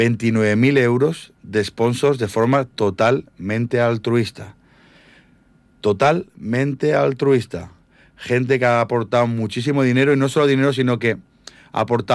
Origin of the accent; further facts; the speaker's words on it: Calafell, Catalonia, Spain; Pero es que yo soy de Calafell de toda la vida.